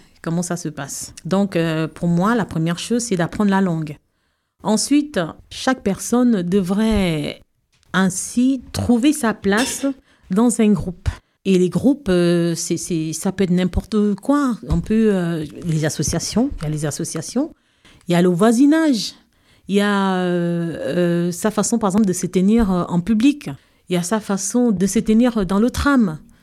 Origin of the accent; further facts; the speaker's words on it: Gabon; moved away as an adult; now in France; Oui, je viens du Gabon. Ça fait 7 ans que je vis en France avec mes enfants.